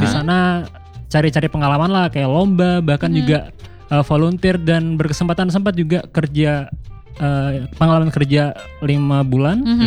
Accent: Sidoarjo, East Java, Indonesia; moved away as an adult; also born or lived in Mojokerto; now in Japan; Dari Sidoarjo.

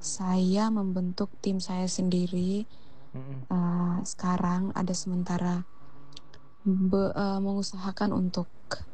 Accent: Alor, East Nusa Tenggara, Indonesia; also born or lived in Kefamenanu; Saya lahir besarnya itu di Alor, cuman untuk aslinya dari mana sebenarnya saya asli orang Kefa. Kefa. Cuman bapak mama sudah menetap di Alor sudah lama sekali, jadi ya anggap saja kami orang Alor.

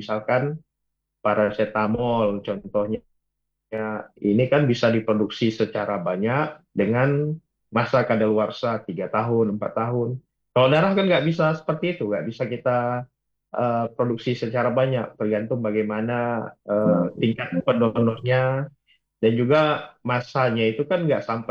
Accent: Aceh, Indonesia

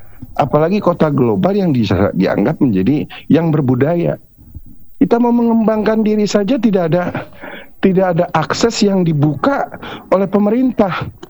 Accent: Jakarta, Indonesia; kami Betawi selalu menjadi perekat

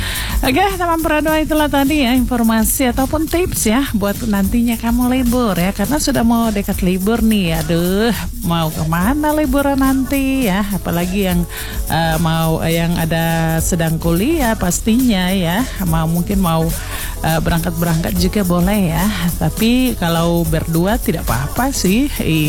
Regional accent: Merauke, South Papua, Indonesia; daripada kamu punya kita orang Merauke bilang, daripada kamu tinggal-tinggal di rumah ya

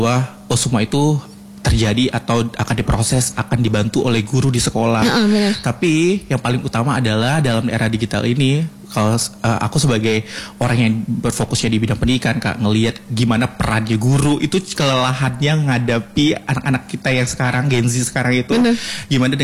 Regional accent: Jambi, Indonesia; kalau dari sebagai anak Jambi kak

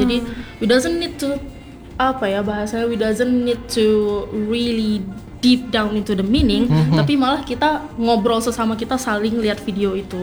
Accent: Lhokseumawe, Aceh, Indonesia; also born or lived in PD (possibly Pidie, Aceh); aku dari kecil udah di Lok Sumawe dan tinggalnya emang udah di sini, udah netap di sini.

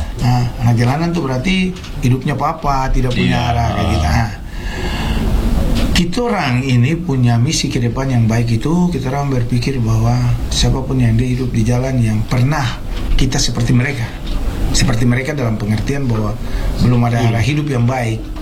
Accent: Sorong, Southwest Papua, Indonesia; Lu kan kita anak Sorong ini mau kemana saja, kita persatuan mau dirantau, di mana anak Sorong tuh kompak.

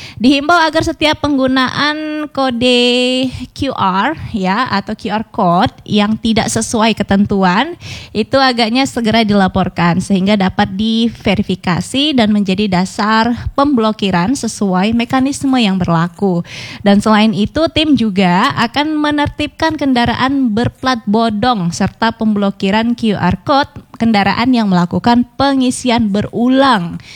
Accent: Aceh, Indonesia; kita warga Aceh nih

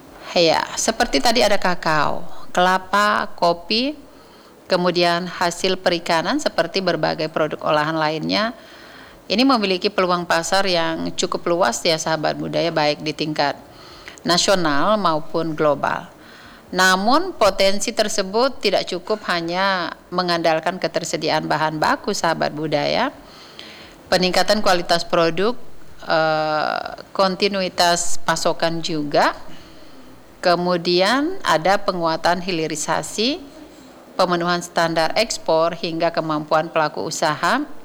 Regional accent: Central Sulawesi, Indonesia; kalau kita sebagai warga Sulawesi Tengah

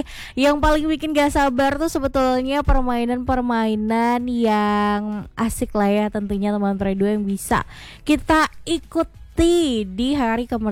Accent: Pontianak, West Kalimantan, Indonesia; Kebetulan aku orang Sungai Jawi nih

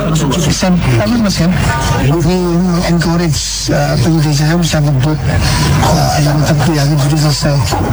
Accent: Java, Indonesia; dengan masih kita orang Jawa, jadi surau merupakan hari libur besar di Pulau Jawa

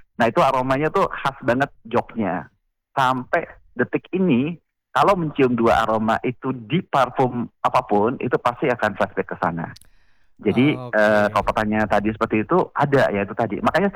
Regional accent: Kupang, East Nusa Tenggara, Indonesia; Iya, karena saya lahir di Kupang. Dan setiap hari di masa kecil itu saya sangat dekat dengan aroma-aroma kayu cendana.

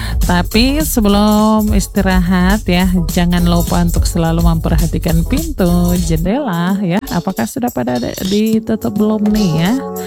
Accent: Merauke, South Papua, Indonesia; kita orang Merauke

